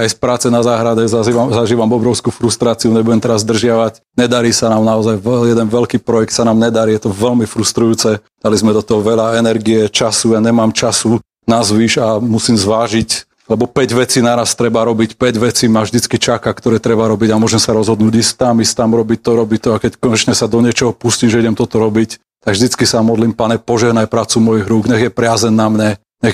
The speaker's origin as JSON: {"language": "Slovak", "town": "Liptovský Hrádok", "region": "Žilina Region", "country": "Slovakia", "tie": "born or raised there", "moved": "as an adult", "lives_now": "Bratislava, Slovakia", "said": "keď som ako študent prišiel do Bratislavy na začiatku statier z Vašca, keď som z Liptovského hradku, tam som chodil na Gimpel, keď som sem prichádzal prvýkrát"}